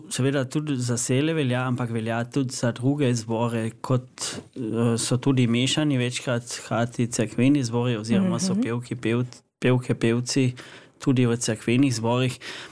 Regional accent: Carinthia, Austria; ki jo želimo mi predstaviti kot koroški Slovenci

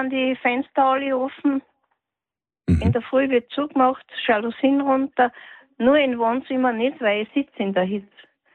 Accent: Obertraun, Upper Austria, Austria; Ich bin in Obertraun am Hallstätter See aufgewachsen.

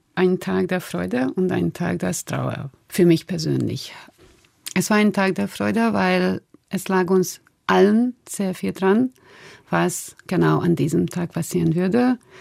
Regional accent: Hungary; moved away as an adult; now in Austria; Und obwohl ich in Österreich lebe, ich bin in Ungarn geboren, aufgewachsen, mein drei Viertel von meinem beruflichen Leben oder und überhaupt mein Leben dort verbracht. Heute sind auch meine Freunde, meine Familie, meine Eltern da.

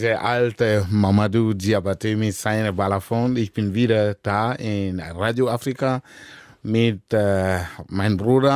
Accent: Burkina Faso; German is a second language; now in Austria; ich war überall in Burkina Faso, in Ouagadougou, Bobo Dioulasso, in meinem Heimatland oder in meinem Dorf.

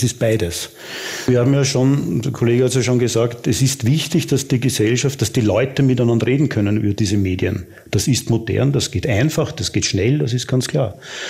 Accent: Austria; Und da sind wir als Österreicher genau mittendrin.

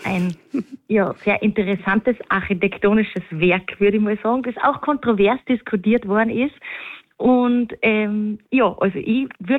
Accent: Abtenau, Salzburg, Austria; moved away; Ich würde schon behaupten, dass ich noch verbunden bin mit Abtenau. Ich habe mir vorgenommen, einmal im Monat mindestens heimzukommen.

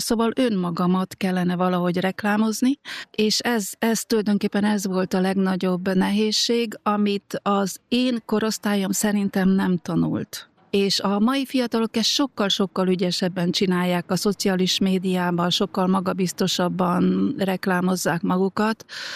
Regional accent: Slovakia; now in Austria; hát ott is én kétnyelvűként nőttem fel Felvidéken, hát anyanyelvi szinten beszéltük a szlovákot, annak ellenére, hogy magyar iskolába jártam.

